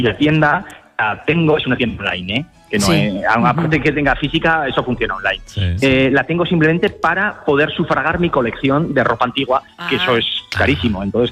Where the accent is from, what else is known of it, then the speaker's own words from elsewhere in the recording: Sabiñánigo, Aragon, Spain; now in Valderrobres, Spain; No, yo soy de Sabiñánigo, de la provincia de Huesca, pero llevo ya aquí casi 26 años.